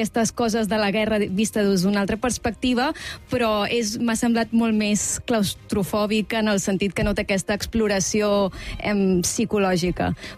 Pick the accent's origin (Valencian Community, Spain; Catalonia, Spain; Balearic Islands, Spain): Catalonia, Spain; si jo no fos catalana